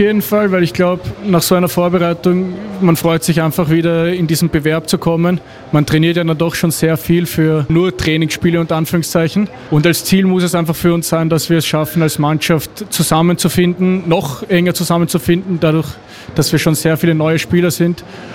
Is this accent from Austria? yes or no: yes; Austria; now in Potsdam, Germany; für mich als Österreicher natürlich nochmal ein Bonus, dass wir das gleich in meinem Heimatland gemacht haben.